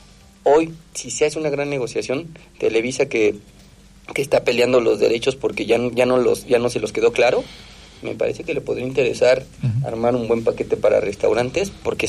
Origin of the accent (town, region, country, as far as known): Mexico